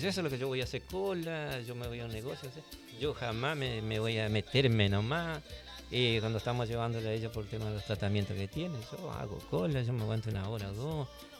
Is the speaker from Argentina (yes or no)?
yes; San Manuel, Buenos Aires, Argentina; born there; Sí, soy nacido en San Manuel, no voy a negar, nací en el campo y no teníamos luz.